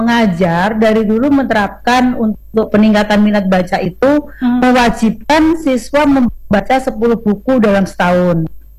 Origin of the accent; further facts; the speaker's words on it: Muntok, Bangka Belitung Islands, Indonesia; Itu kan kita tahu bahwa daerah saya, Muntok itu kan agak pinggir tuh.